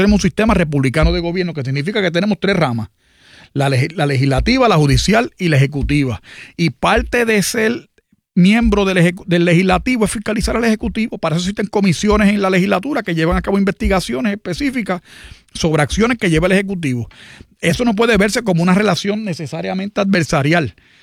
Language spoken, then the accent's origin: Spanish; Puerto Rico; todos somos puertorriqueños.